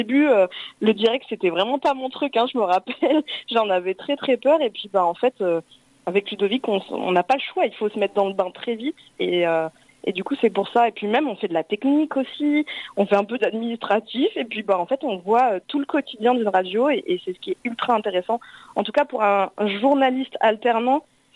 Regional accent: Occitanie, France; moved away as an adult; je venais de l'Hérault, bon, pas loin, hein, à 2 heures d'ici.

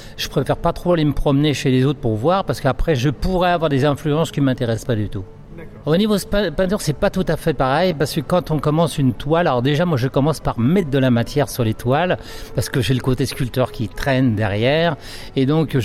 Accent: Castillon-du-Gard, Occitanie, France; Alors, je viens de Castillon-du-Gard, juste à côté du pont de gare, mais vraiment à côté.

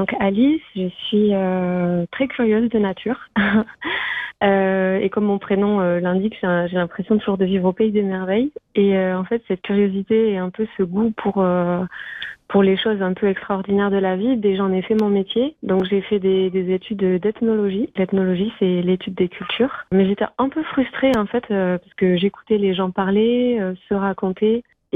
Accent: Lille, Hauts-de-France, France; moi j'ai pas du tout grandi ici, hein, j'ai grandi à Lille.

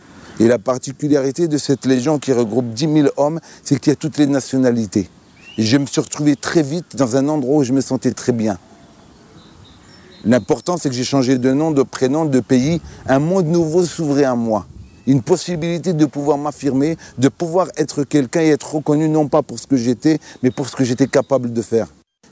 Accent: Algeria

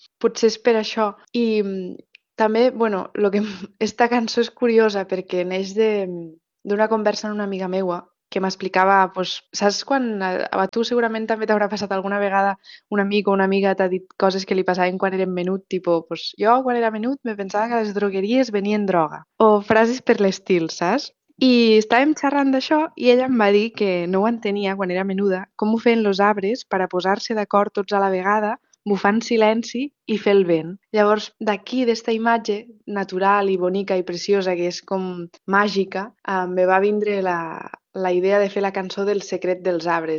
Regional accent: Barcelona, Catalonia, Spain; accent: Central Catalan at school; Ebre Lands Catalan at home; also born or lived in Terres de l'Ebre; Bé, jo vaig créixer a Barcelona. Aleshores, a l'escola, vaig aprendre català central, però a casa parlo com a les Terres de l'Ebre, com al Baix Maestrat, i en la família doncs, sempre ho hem mantingut perquè som d'allà.

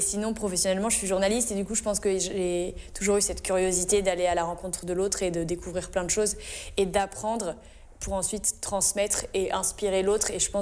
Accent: Nouvelle-Aquitaine, France; Moi, je viens de la Charente. Mes parents, ils étaient agriculteurs et j'ai grandi vraiment tout le temps dans la nature

